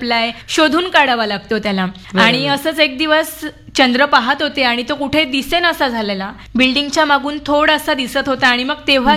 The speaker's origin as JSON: {"language": "Marathi", "town": "Devgad", "region": "Maharashtra", "country": "India", "tie": "born or raised there", "lives_now": "Mumbai, India", "said": "नाही, मी मूळची देवगडची आहे."}